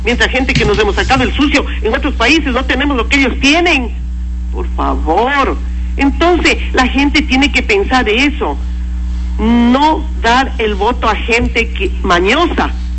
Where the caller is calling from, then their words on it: Limón Indanza, Morona Santiago, Ecuador; Le llamo de Limón Indanza